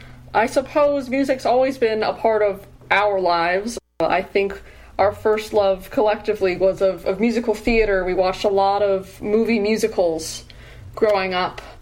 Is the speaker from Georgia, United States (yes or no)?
no; Stuart, Florida, United States; moved away; We grew up in Stuart, Florida. A bit of a smaller town, but still has a very, I might say, surprisingly rich musical community.